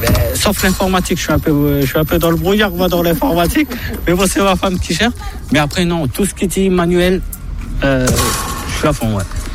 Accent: Réunion, France; parce que j'étais un peu chaud, je venais de la Réunion

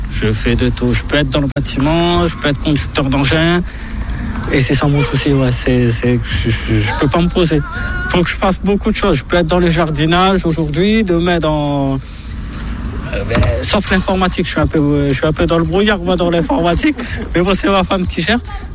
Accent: Réunion; moved away; parce que j'étais un peu chaud, je venais de la Réunion.

